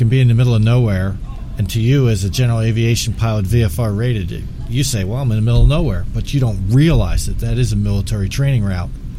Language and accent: English; Philadelphia, Pennsylvania, United States; We're from the Philadelphia, Pennsylvania area